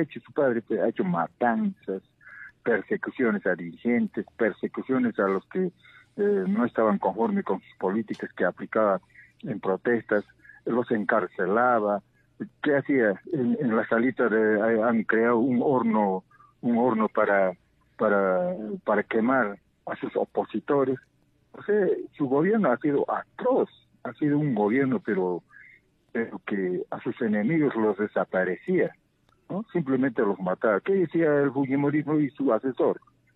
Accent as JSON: {"language": "Spanish", "country": "Peru", "tie": "born or raised there", "said": "los propios peruanos, los oriundos que somos de esta patria, que defendemos nuestra patria."}